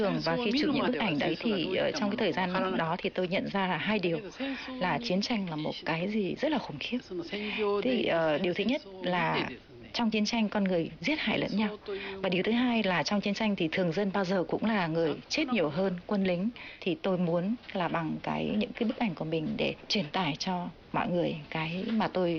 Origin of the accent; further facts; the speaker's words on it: Okinawa, Japan; Vietnamese is a second language; cảm thấy là cố đô Huế có một cái gì rất là giống với thành Surijo, tức là một cái thành của Okinawa, quê hương tôi.